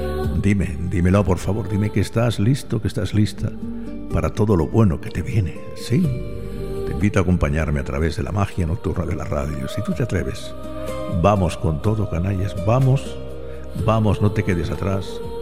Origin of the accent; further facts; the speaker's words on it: Murcia, Region of Murcia, Spain; Murcia Capital, mi tierra 94.6